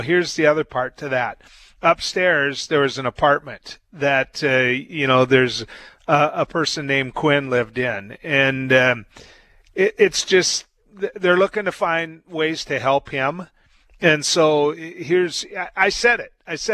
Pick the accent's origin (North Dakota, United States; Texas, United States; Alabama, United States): North Dakota, United States; Mantador; I know in my hometown, Manador